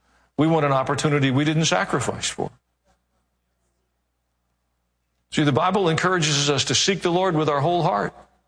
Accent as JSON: {"language": "English", "town": "Kansas City", "region": "Missouri", "country": "United States", "tie": "born there", "said": "I was born in Kansas City, Missouri."}